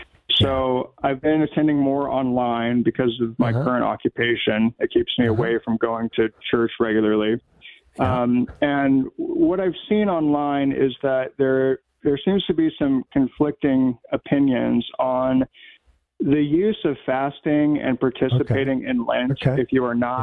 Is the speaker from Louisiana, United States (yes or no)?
no; San Jose, California, United States; now in Georgia, United States; Silicon Valley area, near San Jose.